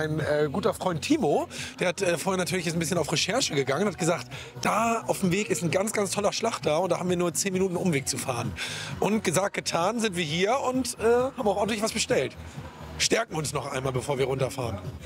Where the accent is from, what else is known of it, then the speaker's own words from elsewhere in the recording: Hamburg, Germany; Wir kommen aus Hamburg